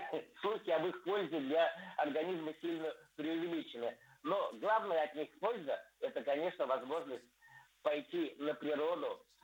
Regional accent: Moscow Oblast, Russia; born there; Вот как я, который вырос на даче под Домодедово и практически среди лесов.

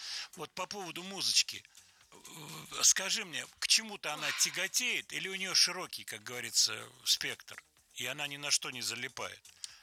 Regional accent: Russia; я автор там, из России

